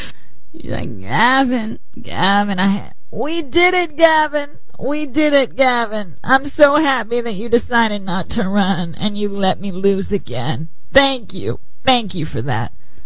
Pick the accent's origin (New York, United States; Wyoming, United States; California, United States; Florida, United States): California, United States; we're both from California.